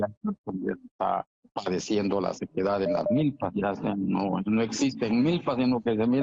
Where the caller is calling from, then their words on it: Mazatenango, Suchitepéquez, Guatemala; yo aquí le estoy llamando de Cantón Gucales, Mazatenango, Suchitepéquez, okay. Guatemala.